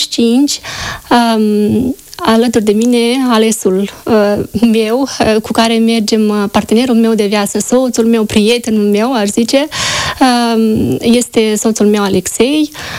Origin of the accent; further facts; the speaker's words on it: Chișinău, Moldova; also born or lived in Peciște, Rezina District; Ei sunt curădăcinile din satul Peciște, raionul Rezina. Eu m-am născut în Chișinău. Aici mi-am petrecut și copilăria, și studiile, dar, desigur, copilăria mea nu a fost lipsită de viața de la țară.